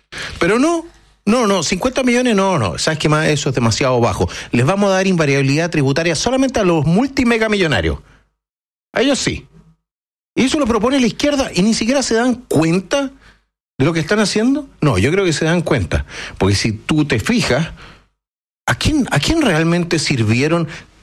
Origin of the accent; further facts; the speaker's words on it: Chile; Somos todos chilenos. Los empresarios y los trabajadores somos chilenos.